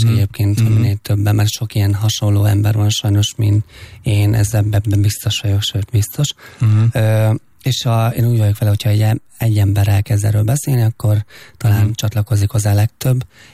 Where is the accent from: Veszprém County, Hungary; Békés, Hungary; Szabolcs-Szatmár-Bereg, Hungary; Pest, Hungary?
Pest, Hungary; Fót; hogy én egy fotón nőttem fel a gyermekvárosban